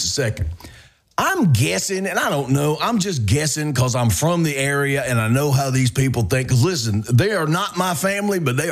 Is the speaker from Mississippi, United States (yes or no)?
yes; Mississippi, United States; I grew up in Jones County. I love Jones County.